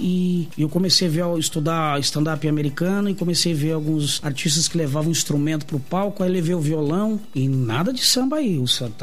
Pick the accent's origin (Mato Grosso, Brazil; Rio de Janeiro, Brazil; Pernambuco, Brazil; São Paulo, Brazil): São Paulo, Brazil; eu sou da São Miguel, Curuçá Velha, né?